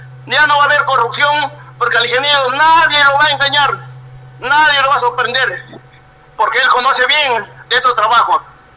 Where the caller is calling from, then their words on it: Peru; Yo soy hermano de acá, cercano de Tucumán